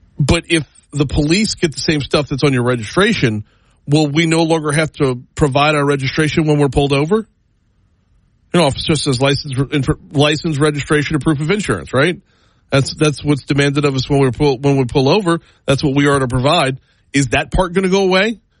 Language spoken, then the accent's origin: English; New Orleans, Louisiana, United States; I'm from the New Orleans area.